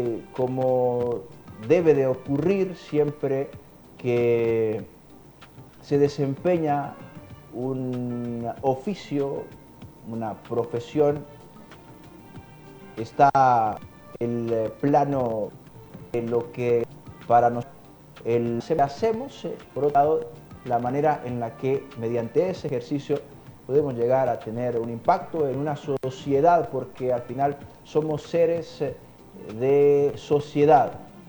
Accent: Honduras; somos hondureños

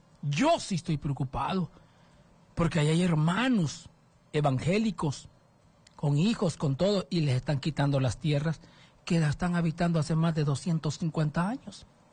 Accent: Honduras; son mis hermanos garífunas, somos hondureños.

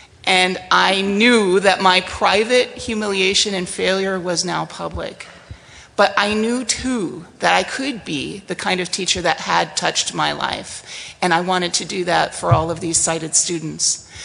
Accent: Indiana, United States; born there

